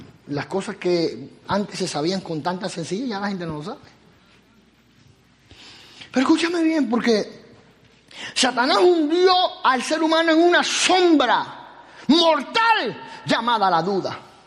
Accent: San Pedro Sula, Cortés, Honduras; Mira, vengo desde Honduras, desde San Pedro vengo, buscando encontrar, desde San Pedro hasta Miami

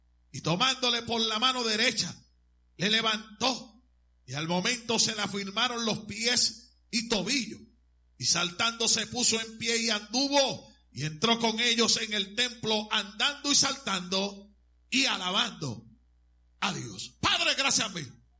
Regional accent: Puerto Rico; born there; moved away; A los 14 años de edad me convertí en el árbitro de baloncesto en la liga profesional de mi país, más joven en toda mi isla llamada Puerto Rico.

